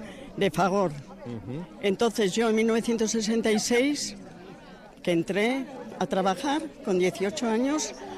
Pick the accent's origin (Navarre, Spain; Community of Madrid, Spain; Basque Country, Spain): Basque Country, Spain; Arrasate; No, soy de Arrasate.